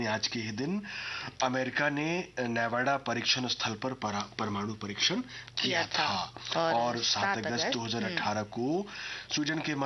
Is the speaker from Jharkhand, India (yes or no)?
yes; Jharkhand, India; मेरा जो है ना घर रचना वो संथाल परगना में है। वहां पे हमारे गांव में एक जगह है भगैया